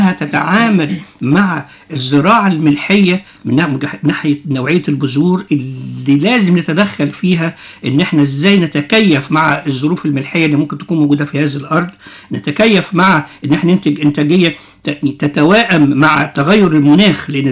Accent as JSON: {"language": "Arabic", "country": "Egypt"}